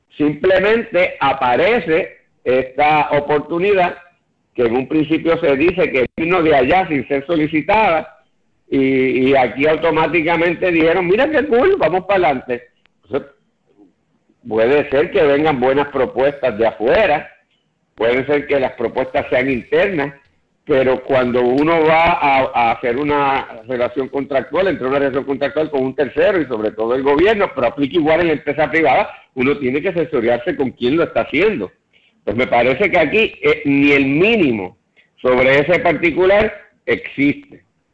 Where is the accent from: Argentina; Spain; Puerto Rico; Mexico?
Puerto Rico